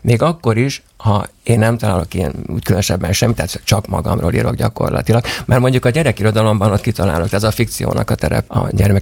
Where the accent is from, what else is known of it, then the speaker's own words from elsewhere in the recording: Abony, Pest, Hungary; moved away; Én Abonyból származom, az egy alföldi, akkor nagyközség volt, most már város. Most is nagyon jó a kapcsolatom a városra, sokat visszajárok